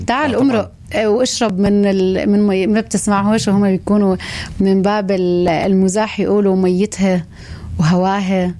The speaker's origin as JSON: {"language": "Arabic", "town": "Nablus", "region": "Nablus Governorate", "country": "Palestine", "tie": "born or raised there", "said": "إذا أنا ما نجحت في قلب مدينتي الصغيرة ومن ثم في وطني الكبير لن أنجح في الخارج. وأنا عيوني كانت للعالمية. أنا اليوم زي ما كان في عندي تحدي إنه أنا أرجع أقول إنه لا المشاريع الناشئة بمدينة نابلس تنجح"}